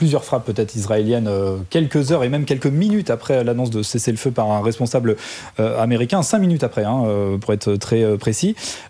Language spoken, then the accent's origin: French; France; Or, Malval, rien ne s'est décidé chez nous, en France, à Versailles.